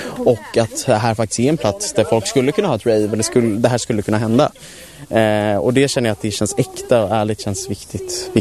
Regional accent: Nacka, Stockholm County, Sweden; Jag är från Nacka.

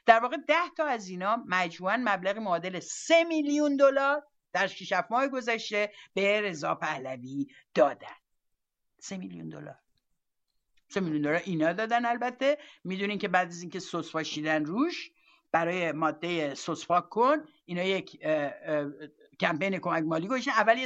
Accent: Iran; بالاخره ما ایرانی هستیم

